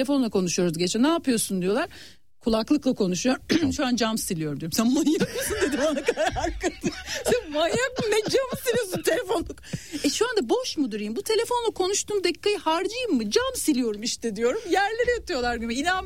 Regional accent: Istanbul, Turkey; ben doğma büyüme Beşiktaşlıyım şu anda. Vatanımdayım yani. Vatanımdayım.

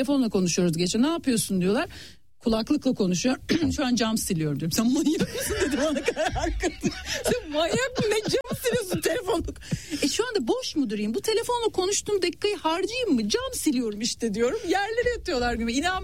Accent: Beşiktaş, Istanbul, Turkey; Doğum büyümü Beşiktaşlıyım.

